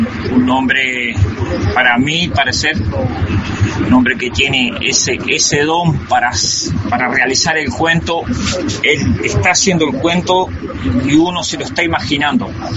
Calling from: Trinidad, Flores, Uruguay; de Trinidad Flores.

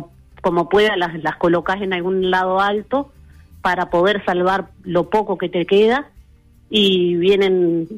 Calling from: San José de Mayo, San José, Uruguay; de San José de Mayo.

